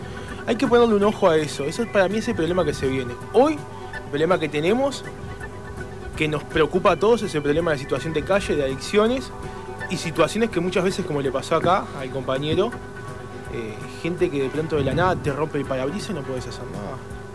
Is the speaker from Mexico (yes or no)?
no; Uruguay